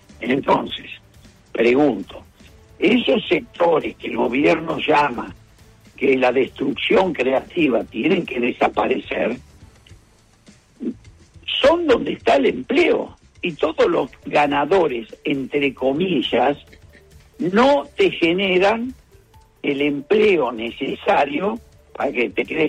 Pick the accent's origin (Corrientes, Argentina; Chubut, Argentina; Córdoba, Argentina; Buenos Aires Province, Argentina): Chubut, Argentina; Comodoro Rivadavia; yo vengo de Comodoro Rivadavia